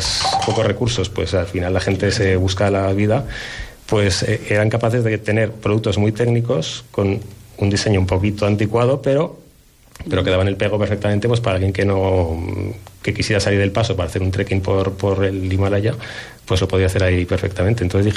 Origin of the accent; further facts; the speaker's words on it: Zaragoza, Aragon, Spain; aunque yo no soy realmente de Jaca, pero bueno, soy de Zaragoza, pero mi abuela nació en Canfranc y tenemos pues muchos lazos con Jaca, pues porque veníamos en familia a veranear aquí desde siempre